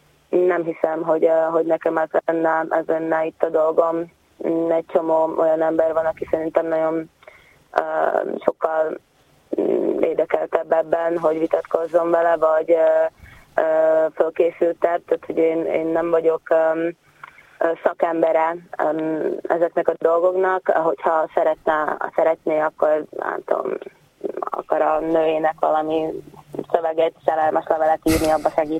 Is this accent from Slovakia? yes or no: yes; Felvidék, Slovakia; hogyha nem tudod, hogy ez problémája a szlovákoknak a felvidék szó, akkor mit tudsz rólunk?